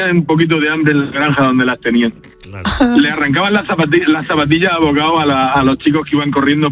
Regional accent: Las Torres de Cotillas, Region of Murcia, Spain; Pues yo soy un pueblo de Murcia, se llama Las Torres de Cotillas, uh-huh. Un poco singular.

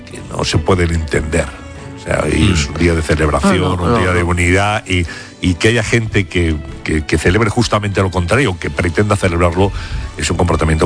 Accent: Spain; Pero somos españoles.

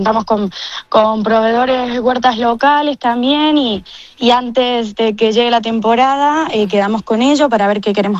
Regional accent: Argentina; Sí, sí, yo soy de Argentina.

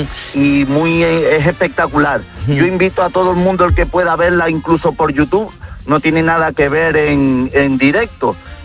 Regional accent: Tenerife, Canary Islands, Spain; Pues mire, yo soy de Tenerife y aquí una gran tradición y arrastra mucha afición es la lucha canaria.

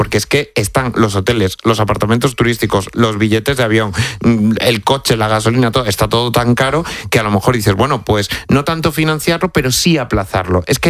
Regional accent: Extremadura, Spain; yo que además que soy extremeño, imagínate lo que me cuentan de por allí, de la que está cayendo en Cáceres y Badajoz

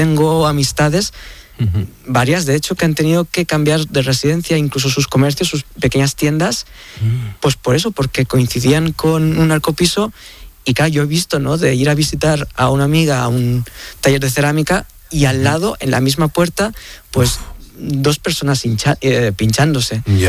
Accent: Tarragona, Catalonia, Spain; now in Madrid, Spain; Yo soy un enamorado de Madrid. Yo soy de Tarragona, vivo en Madrid desde el 2014

